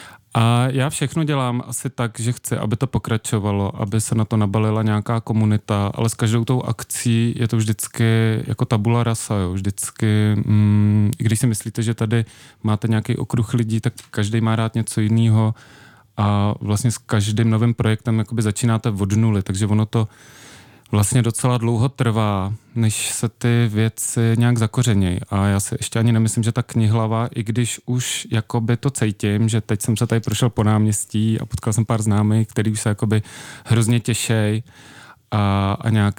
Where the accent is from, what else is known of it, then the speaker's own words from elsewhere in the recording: Jihlava, Vysočina Region, Czechia; now in Prague, Czech Republic; já jsem původem z Jihlavy, když žiju v Praze a v Jihlavě jsem tu kulturu dělal, jakoby, nebo dělám nepřetržitě od nějakých svých 14 let